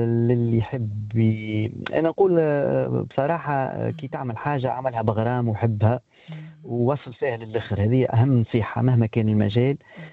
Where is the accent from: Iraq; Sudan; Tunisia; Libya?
Tunisia; عندنا في تونس